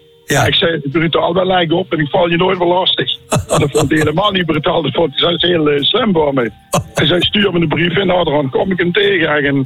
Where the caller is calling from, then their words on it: Limburg, Netherlands; accent: Limburgs; Ja, ik kom uit Limburg, ja.